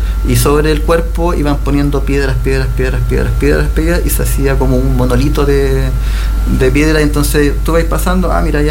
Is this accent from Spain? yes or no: no; Buenos Aires, Argentina; Y yo como porteño, mi abuela me decía que yay, por ejemplo, es viento, y marga era oro.